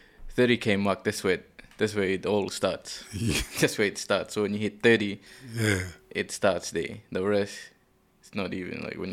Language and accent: English; Darwin, Northern Territory, Australia; We're the ones from Darwin, and then we meet the other squad down there.